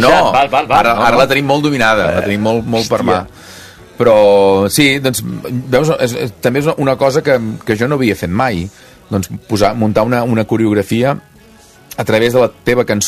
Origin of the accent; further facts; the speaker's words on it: Sant Feliu de Buixalleu, Catalonia, Spain; jo no sóc creient. Jo vaig ser d'escolanet 10 anys. És a dir, al meu poble, a Sant Feliu de Buixalleu.